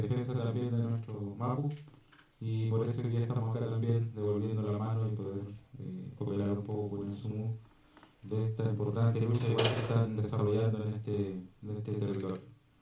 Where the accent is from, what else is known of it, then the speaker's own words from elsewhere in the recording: San Juan de la Costa, Los Lagos, Chile; soy machi de San Juan de la Costa, Osorno.